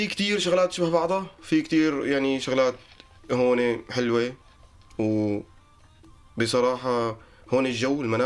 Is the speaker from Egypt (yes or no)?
no; Lebanon; now in Germany; فنحن إنه مثل هربنا طلعنا من لبنان وأهلي ضلوا بلبنان